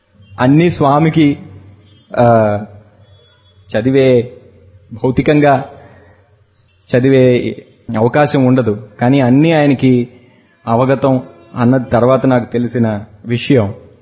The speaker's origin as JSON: {"language": "Telugu", "town": "Visakhapatnam", "region": "Andhra Pradesh", "country": "India", "tie": "born or raised there", "moved": "as an adult", "lives_now": "Puttaparthi, India", "said": "మా సొంత ఊరు విశాఖపట్నం"}